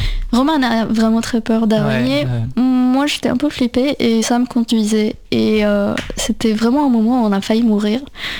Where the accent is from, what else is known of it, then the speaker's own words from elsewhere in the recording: India; now in France; Du coup, j'ai grandi en Inde et la première fois que je suis venue en France, c'était en 2012, où j'ai fait un échange avec une famille d'accueil.